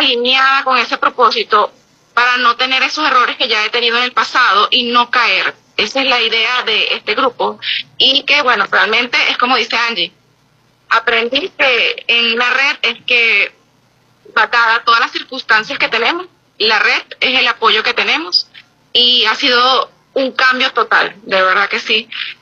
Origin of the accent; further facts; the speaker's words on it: Venezuela; como muchos venezolanos y venezolanas, pues afrontamos muchas situaciones que son ajenas a nuestro control.